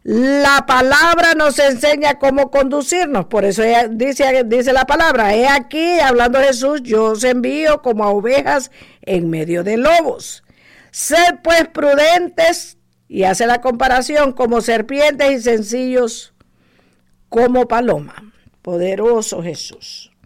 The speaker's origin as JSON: {"language": "Spanish", "country": "Honduras", "said": "en mi país, en Honduras"}